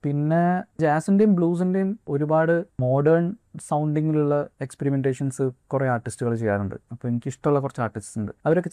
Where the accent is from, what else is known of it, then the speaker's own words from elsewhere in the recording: Malappuram, Kerala, India; moved away; also born or lived in Wayanad / Kozhikode; ഞാൻ മലപ്പുറംകാരനാണ്, പിന്നെ വയനാട്ടിൽ 5 വർഷം ജീവിച്ചിട്ടുണ്ട്. പിന്നെ കോഴിക്കോട്ടിലാണ് ഞാൻ എന്റെ മാസ്റ്റേഴ്സും ചെയ്തത്, NIT കാലിക്കറ്റിൽ.